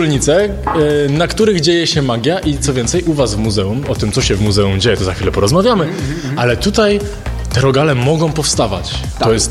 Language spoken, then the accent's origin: Polish; Poznań, Greater Poland Voivodeship, Poland; ja też jestem z Poznania